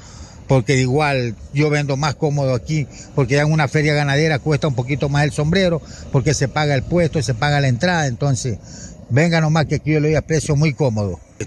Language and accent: Spanish; Manabí, Ecuador; now in Macas, Ecuador; me mandan de mi tierra natal, Manabí, de parte de Montecristo